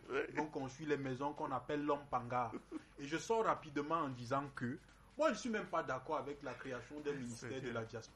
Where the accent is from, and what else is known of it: Cameroon